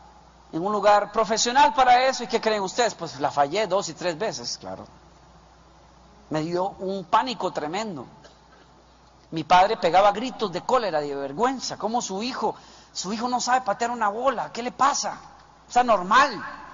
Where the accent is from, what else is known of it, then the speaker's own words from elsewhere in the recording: Costa Rica; mi papá en Costa Rica, donde yo nací y me crié. Bueno, si se puede decir que me crié.